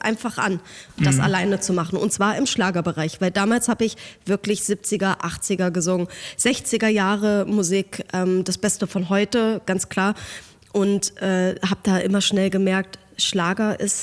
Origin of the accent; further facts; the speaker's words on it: Hesse, Germany; Ja, es war erst die Überlegung, dass ich Englisch singe, aber ich bin aus Hessen, ich habe schon echt einen Dialekt